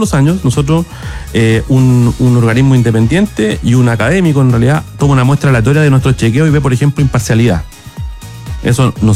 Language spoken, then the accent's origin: Spanish; Chile; tomé malas decisiones como muchos chilenos.